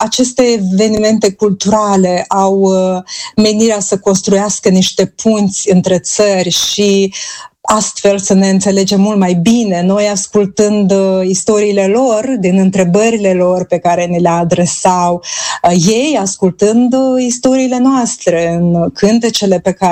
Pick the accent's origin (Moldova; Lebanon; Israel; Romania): Moldova; moved away; Sunt un moldovean jet be jet în ceea ce scriu